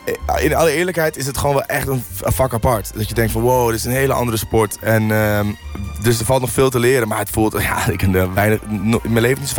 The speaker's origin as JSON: {"language": "Dutch", "country": "Netherlands", "said": "als Nederlander"}